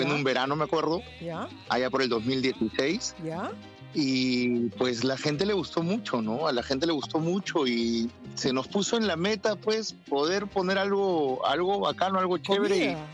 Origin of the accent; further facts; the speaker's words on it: Lima, Peru; moved away as an adult; now in Queens, New York, United States; como buen peruano chambeador